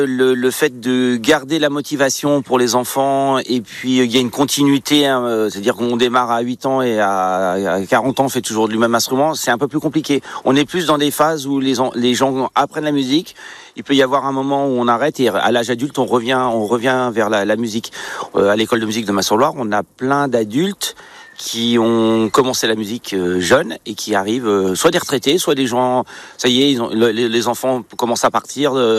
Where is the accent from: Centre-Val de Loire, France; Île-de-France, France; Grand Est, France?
Centre-Val de Loire, France; Beaugency; born there; je suis né à Beaugency, je travaille à main et j'habite Boulle.